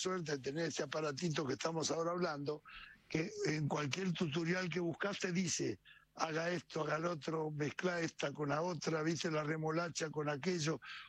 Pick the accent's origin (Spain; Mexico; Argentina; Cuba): Argentina; Mataderos, Buenos Aires; born there; Yo nací en Mataderos, de unos padres trabajadores, peronistas.